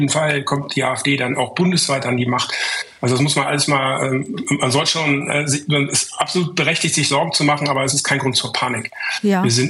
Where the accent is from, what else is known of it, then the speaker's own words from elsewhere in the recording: Hamburg, Germany; Ich komme ja aus Hamburg.